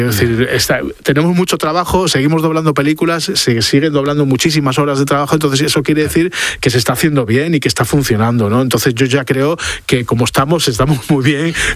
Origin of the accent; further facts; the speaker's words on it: Avilés, Asturias, Spain; now in Madrid, Spain; Bueno, en aquel momento en Avilés, yo soy de Avilés, muy, me siento muy avilesino. No tenía posibilidad de trabajar como actor